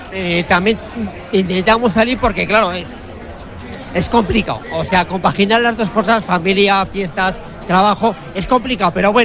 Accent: Tudela, Navarre, Spain; born or raised there

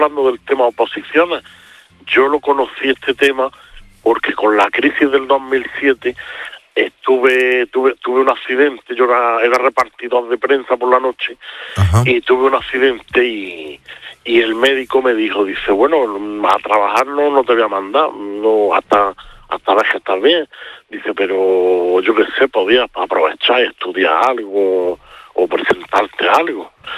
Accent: Granada, Andalusia, Spain; Yo, granadino.

